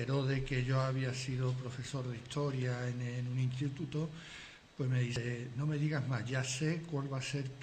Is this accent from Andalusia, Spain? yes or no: yes; Seville, Andalusia, Spain; Yo soy de Sevilla.